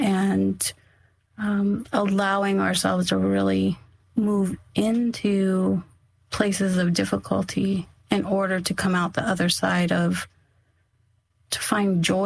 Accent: Yuma, Arizona, United States; because I grew up in Yuma, Arizona. We're right on the border. And so there's a large Hispanic population, and growing up around

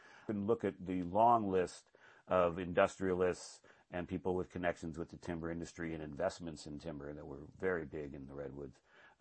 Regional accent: Guerneville, California, United States; a group of people put out a very well-funded and organized campaign to save tiny Armstrong Woods in my hometown of Guerneville in Sonoma County.

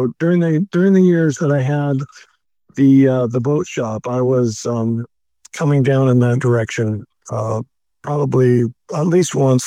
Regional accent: Eugene, Oregon, United States; now in McKenzie River, United States; So when I came to Eugene, I'm from Eugene originally. I moved away for a while. I was in Central Oregon. When I came back, I ended up moving my family to the McKinsey River.

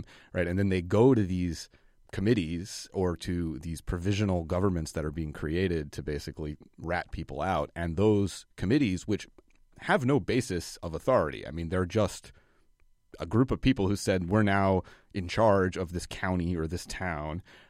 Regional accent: New York, United States; I'm from New York, and so I can go do research and stay with my mom.

